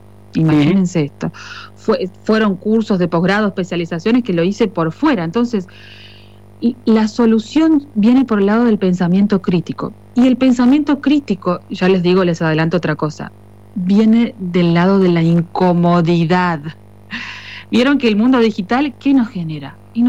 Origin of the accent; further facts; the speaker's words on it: Corrientes, Argentina; No, soy argentina, soy de Corrientes. Lo que pasa es que trabajé durante mucho tiempo en Uruguay